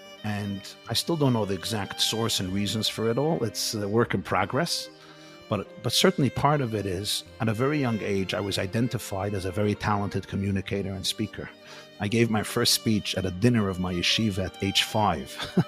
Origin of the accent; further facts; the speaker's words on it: New York City, New York, United States; And I was actually born there. So I was physically born and bred in the Crown Heights section of Brooklyn. Both of my parents were refugees from the communist Russian Soviet Empire, where their families lived for generations.